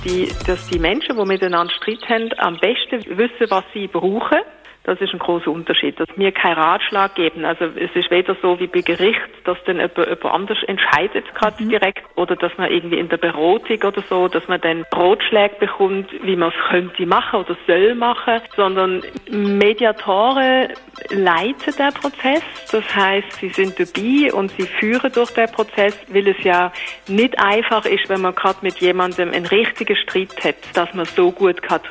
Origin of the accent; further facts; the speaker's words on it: Leipzig, Saxony, Germany; born there; ich bin geboren in Leipzig, habe dann hier Soziologie studiert